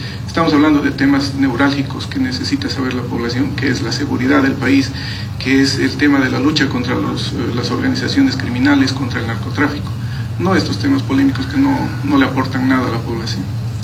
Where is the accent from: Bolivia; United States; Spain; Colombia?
Bolivia; todos como bolivianos